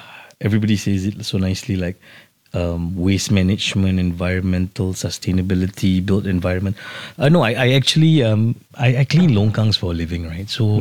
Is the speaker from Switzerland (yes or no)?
no; Hougang, Singapore; So where I grew up in Hougang, it's you don't see this kind of cars everywhere.